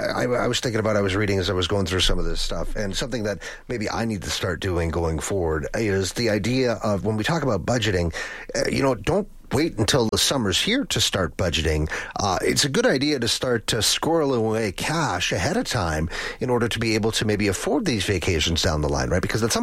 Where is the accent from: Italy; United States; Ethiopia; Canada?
Canada; Lloydminster; Hey, don't knock it. I'm from Lloyd, and we have the world's largest sundial.